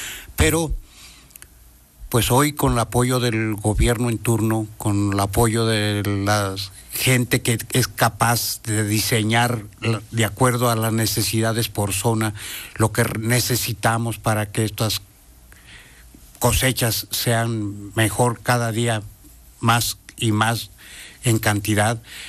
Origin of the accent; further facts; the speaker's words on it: Tehuitzingo, Puebla, Mexico; moved away; also born or lived in United States; la comunidad de donde soy originario, que es Atopueltitlán, Tehuixingo, Puebla